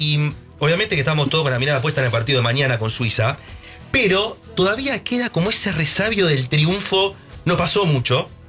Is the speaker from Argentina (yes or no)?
yes; Argentina; De cómo somos argentinos, del tema de llorar, sacar las emociones.